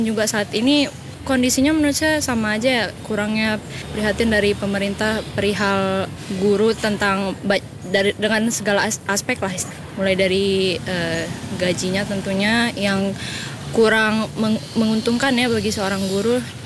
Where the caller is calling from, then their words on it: Mataram, West Nusa Tenggara, Indonesia; saya dari Mataram.